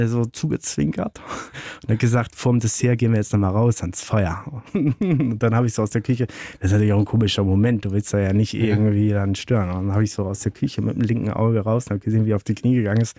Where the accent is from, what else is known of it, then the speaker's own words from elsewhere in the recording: Ellerdorf, Schleswig-Holstein, Germany; Im Mittelpunkt von Schleswig-Holstein, das Örtchen hieß Ellerdorf, da steckt das Dorf schon im Namen drin.